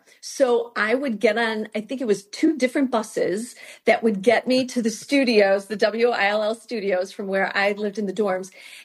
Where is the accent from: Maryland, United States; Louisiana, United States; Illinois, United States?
Illinois, United States; moved away as an adult; now in Champaign, United States; I'm from the Chicago suburbs.